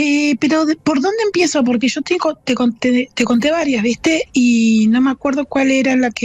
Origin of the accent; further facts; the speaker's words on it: Neuquén, Argentina; yo soy nacida y criada en Neuquén.